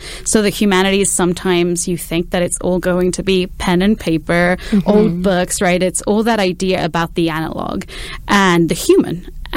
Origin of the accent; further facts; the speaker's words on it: Spain; moved away as an adult; also born or lived in Guelph; now in Canada; I am originally from Spain. I did my undergrad in communications there. And almost 10 years ago now, which is crazy, I arrived in Guelph to teach Spanish at the School of Languages and Literature.